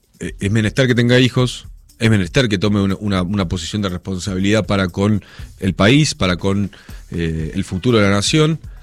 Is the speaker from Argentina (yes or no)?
yes; Argentina; nosotros como argentinos